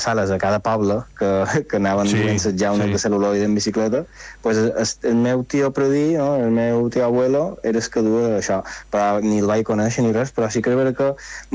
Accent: Palma, Balearic Islands, Spain; Tot i que jo realment he crescut a Palma i he anat a escola a Palma i tot ho he fet a Palma

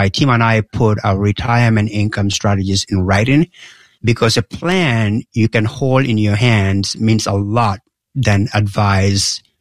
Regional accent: Gambia; now in DMV area, United States; I grew up in Gambia. It's a small country in West Africa

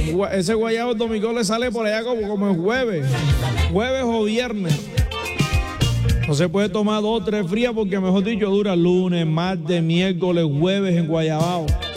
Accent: Canalete, Córdoba, Colombia; now in Medellín, Colombia; Escúchame, buenas tardes desde Medellín. … saludo para mi pueblo allá, Canalete, en sintonía con Olímpica.

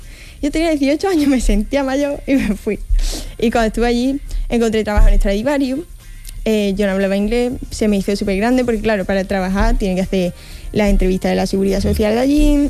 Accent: Spain; Y fue mi primera vez en un avión, la primera vez que salí de España.

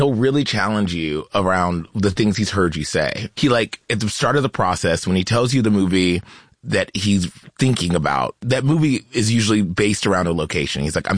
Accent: United States; we're American.

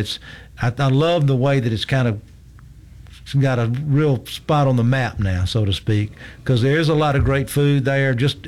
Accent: Greenville, Mississippi, United States; growing up in Greenville, 50 to 60% of my little class at St. Joe High School was either Italian or Lebanese.

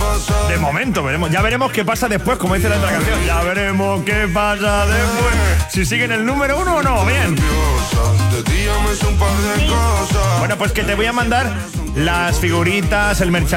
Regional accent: Cornellà, Catalonia, Spain; yo soy de Cornellà, pero mi padre es de Puente Genil en Córdoba.

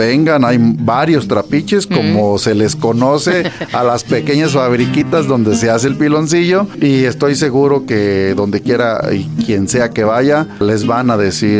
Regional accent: Pihuamo, Jalisco, Mexico; Piguamo, somos de Jalisco, siempre hemos estado en Jalisco.

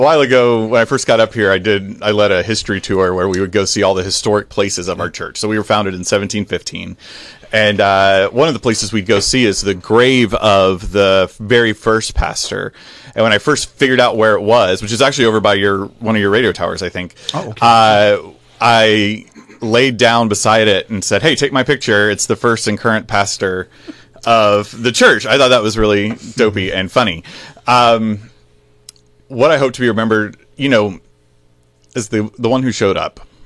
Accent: the South, United States; I grew up in the South, although you wouldn't know it unless I'm making fun of you or angry.

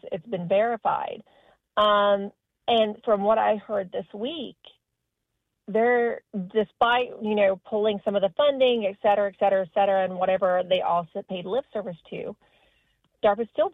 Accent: Virginia, United States; I'm from Southwest Virginia

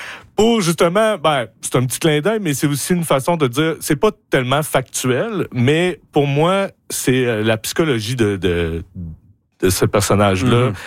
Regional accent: Quebec City, Quebec, Canada; moved away; retourner dans mon lieu de où j'ai grandi, ben oui, à Beauport, justement, à Limoilou, à Québec.

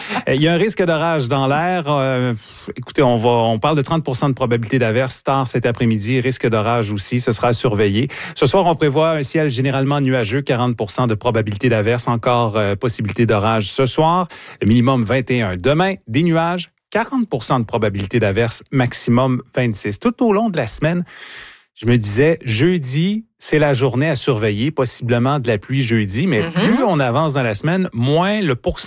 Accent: Shawinigan, Quebec, Canada; Je viens de Shawinigan et souvent, pas dans le quartier où mes parents habitent, quand j'étais jeune, on entendait un train passer.

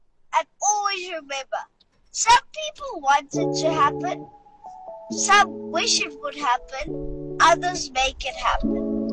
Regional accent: Pretoria, Gauteng, South Africa; I come from Pretoria.

